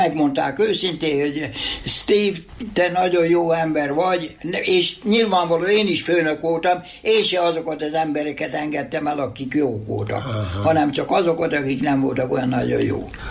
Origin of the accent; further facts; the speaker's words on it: Hungary; moved away as an adult; now in Australia; Én voltam az első magyar